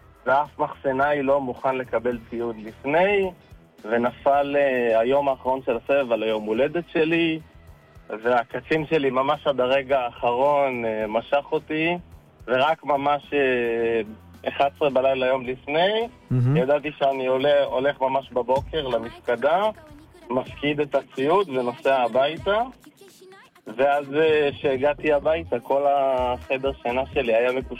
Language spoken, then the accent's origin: Hebrew; Nahariya, Northern District, Israel; אני מנהריה.